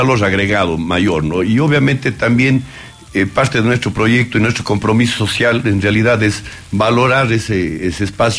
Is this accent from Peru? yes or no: no; Ecuador